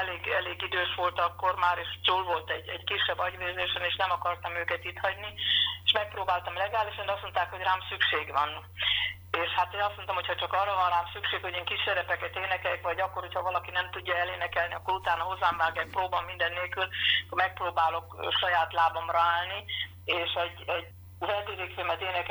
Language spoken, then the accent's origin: Hungarian; Nyíregyháza, Szabolcs-Szatmár-Bereg, Hungary; also born or lived in Esztergom; elvitt Nyíregyházán a zeneiskolában, mert ugye ott nőttem föl, ugyan Esztergomban születtem, de hát állandóan költöztünk